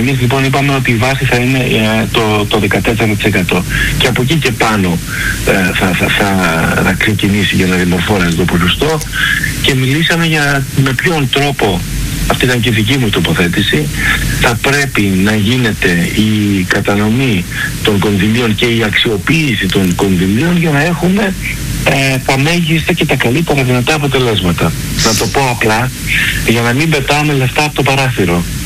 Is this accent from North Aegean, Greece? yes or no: no; Arta, Epirus, Greece; Είμαι από την Άρτα, είμαι βουλευτής Άρτας.